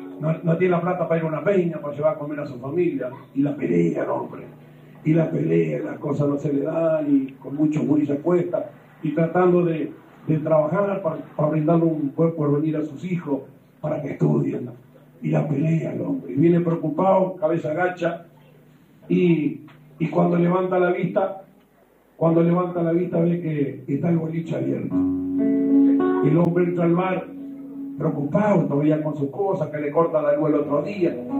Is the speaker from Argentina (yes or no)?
yes; San Justo, Entre Ríos, Argentina; Soy de San Justo, soy entrerriano